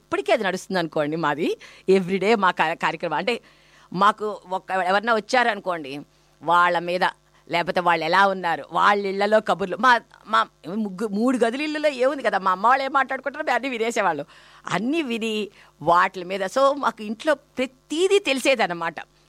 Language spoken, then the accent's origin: Telugu; Vijayawada, Andhra Pradesh, India; now in Sydney, Australia; పుట్టి పెరిగిన ఊరు. అవును, అదే అంటారు మీరు మీ కోలవెన్ను, నేను నా విజయవాడ.